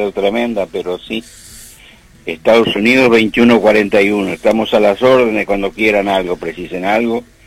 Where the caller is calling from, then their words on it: Montevideo, Uruguay; No, estoy acá en Montevideo.